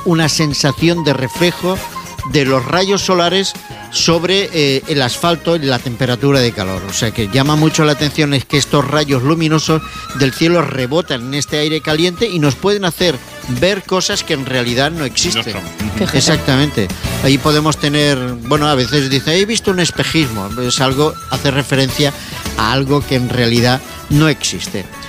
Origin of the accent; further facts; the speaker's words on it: Catalonia, Spain; Yo es que soy catalán